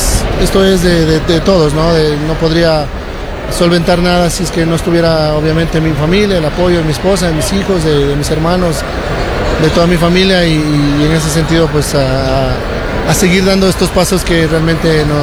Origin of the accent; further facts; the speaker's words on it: Loja, Ecuador; No, que aquí está un lojano de corazón que siempre he tenido las ganas de servir a mi tierra, que hemos siempre he tenido la mejor visión de poder hacer de Loja la ciudad más linda del mundo